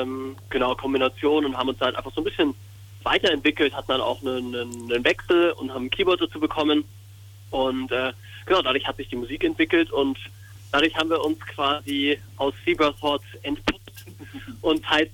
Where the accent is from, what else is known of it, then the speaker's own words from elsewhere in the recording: Germering, Bavaria, Germany; Ich komme aus Germering, aber das ist nur ein Katzensprung.